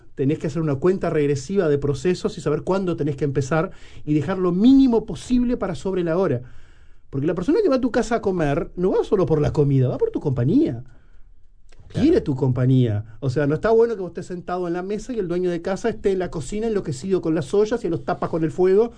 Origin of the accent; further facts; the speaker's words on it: Artigas, Uruguay; Soy de la frontera, soy de Artigas.